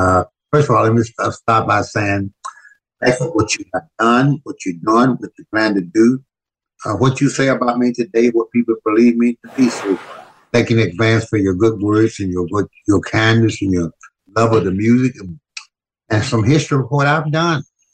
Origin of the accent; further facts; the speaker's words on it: Louisiana, United States; born there; also born or lived in Mississippi; I was born in Louisiana.